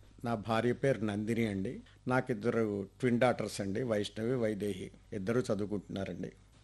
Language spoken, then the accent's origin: Telugu; Andhra Pradesh, India; మా స్వగ్రామం తూర్పుగోదావరి జిల్లా అంబాజీపేట సమీపంలోని పండిత జగన్నాథరాయల స్వగ్రామమైన